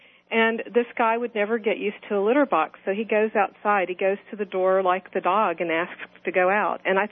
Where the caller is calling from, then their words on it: San Antonio, Texas, United States; calling from San Antonio.